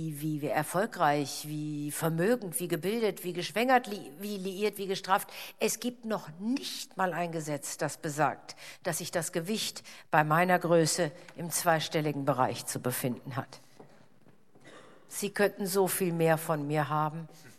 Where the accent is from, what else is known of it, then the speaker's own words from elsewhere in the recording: Rhineland, Germany; Ja, wie soll das denn bei uns im Rheinland gehen? Nach 2 Wochen fängt der Rheinländer doch...